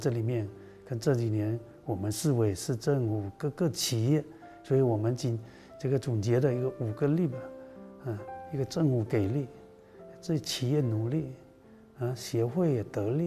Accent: Fuding, Fujian, China

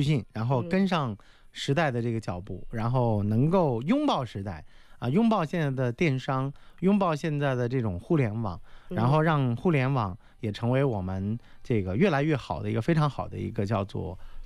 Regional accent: Fujian, China

